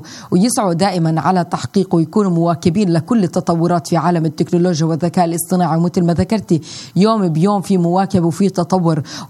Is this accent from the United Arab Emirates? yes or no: no; Palestine; كيف ممكن إحنا الشباب الفلسطيني